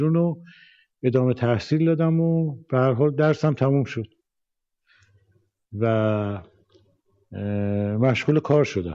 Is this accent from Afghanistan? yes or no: no; Tehran, Tehran Province, Iran; born there; من در تهران به دنیا آمدم و در یه خانواده مذهبی و متوسط،